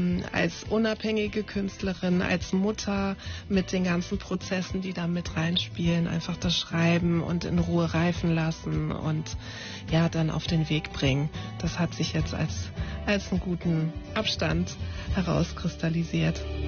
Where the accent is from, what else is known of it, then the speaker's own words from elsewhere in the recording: Germany; born there; Ich bin eben hier in Deutschland geboren, habe dort gelebt und bin ja dann eben wieder hierher gekommen.